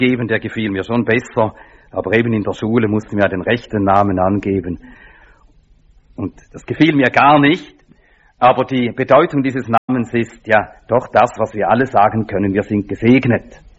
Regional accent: Finland; now in Switzerland; Aber ich stamme aus Finnland, gebürtig bin ich Finne, aber schwedischer Staatsbürger.

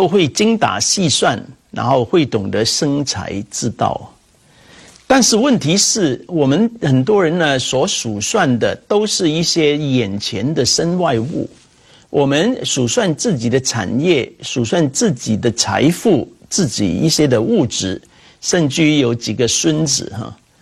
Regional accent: China; 我们中国人呢，数学很好

